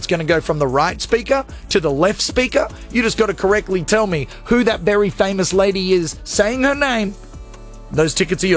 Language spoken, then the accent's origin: English; Gold Coast, Queensland, Australia; I am from the Gold Coast, and unfortunately, I absolutely agree with Courtney.